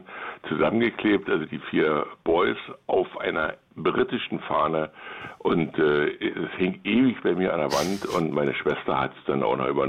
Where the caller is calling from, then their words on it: Berlin, Germany; Ja, hallo … aus Berlin-Mitte.